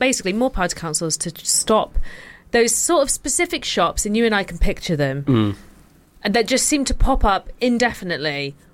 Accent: Yorkshire and the Humber, United Kingdom; I grew up in West Yorkshire, and there's a town in West Yorkshire which is famous for having two Greggs next door to each other.

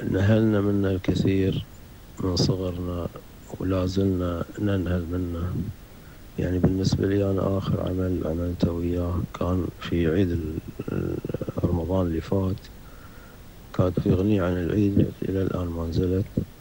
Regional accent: Qatar

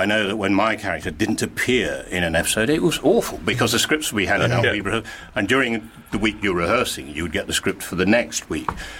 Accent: Glasgow, Scotland, United Kingdom; I was born in Glasgow, yes. Oh, and so. We left there when I was a kid, went back, and then my parents were divorced when I was quite young, so we went back and I went to school there.

